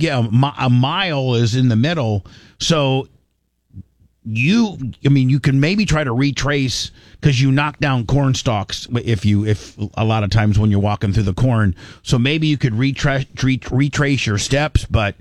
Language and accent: English; Indiana, United States; Especially growing up in Indiana, man.